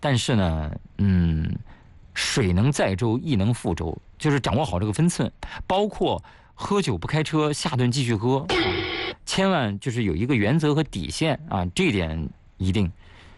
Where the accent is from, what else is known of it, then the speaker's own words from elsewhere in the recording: Changzhi, Shanxi, China; moved away; 我老家山西长治的马拉松。哎，因为那个地方不大嘛